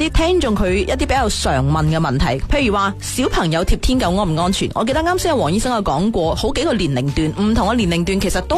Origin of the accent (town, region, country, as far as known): Guangdong, China